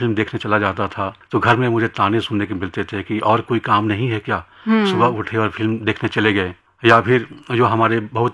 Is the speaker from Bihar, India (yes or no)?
yes; Bihar, India; born there; मेरा जन्म बिहार में हुआ है।